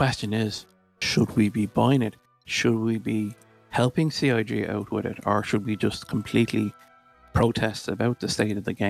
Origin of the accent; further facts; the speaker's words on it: Ireland; I'm Irish.